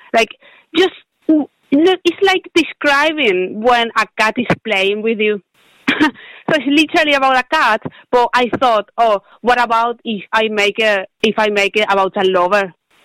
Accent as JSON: {"language": "English", "country": "Argentina", "moved": "as an adult", "lives_now": "Liverpool, United Kingdom", "said": "I am from Argentina, actually, so I am a very far away from home, but I am in my second home, which is Liverpool"}